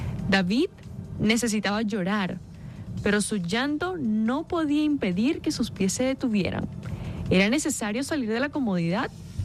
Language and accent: Spanish; Caracas, Capital District, Venezuela; Gracias a Dios, como caraqueños, tenemos esos recuerdos bonitos de La Guaira.